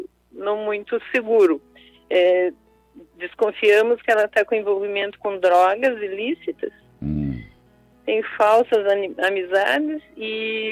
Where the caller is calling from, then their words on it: Brazil; De algum lugar do Brasil.